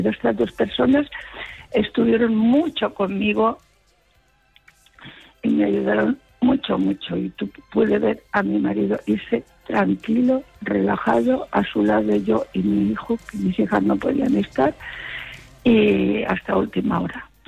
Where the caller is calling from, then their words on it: Alicante, Valencian Community, Spain; de Alicante.